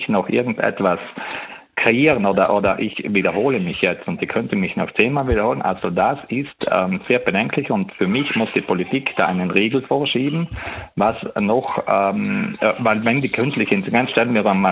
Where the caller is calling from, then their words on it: Trentino-Alto Adige, Italy; Ich bin ein Südtiroler, also nicht so weit weg.